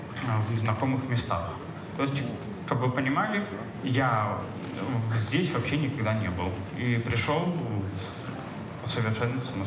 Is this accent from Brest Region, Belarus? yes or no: no; Minsk, Belarus; я уже город, это же все-таки Минск, мой родной город